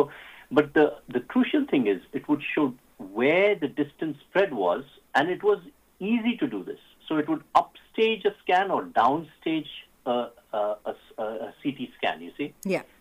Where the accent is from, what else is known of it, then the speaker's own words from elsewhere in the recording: Pune, Maharashtra, India; I was from Loyola High School, in Pune.